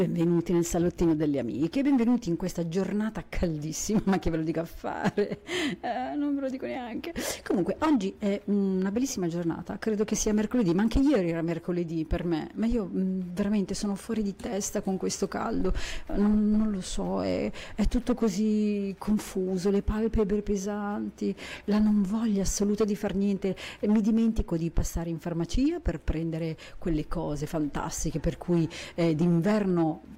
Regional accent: northern Italy, Italy; moved away; dalle mie parti, quindi al nord

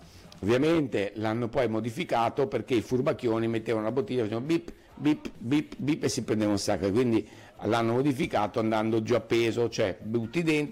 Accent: Venice, Veneto, Italy; moved away; al mio paese dove stavo io, su a Venezia

